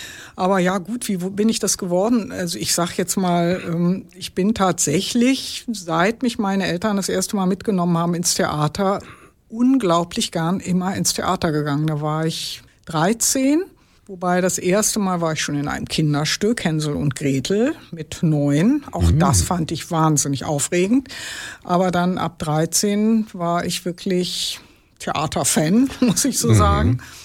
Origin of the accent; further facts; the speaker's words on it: Heidelberg, Baden-Württemberg, Germany; born there; moved away as an adult; now in Lilienthal, Germany; Und dann bin ich in Heidelberg zur Schule gegangen, habe da Abitur gemacht und studiert habe ich dann tatsächlich in München, dann wieder in Heidelberg, war auch zweimal im Ausland.